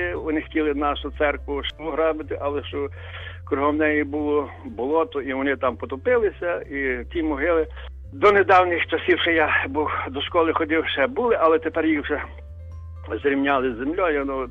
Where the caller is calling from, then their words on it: Lviv Oblast, Ukraine; з Львівщини.